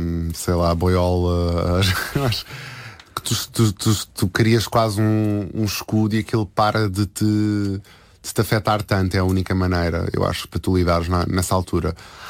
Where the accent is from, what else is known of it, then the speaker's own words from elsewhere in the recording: Oeiras, Lisbon, Portugal; Tive assim várias zonas onde cresci, mas assim, a minha infância foi em Porto Salvo.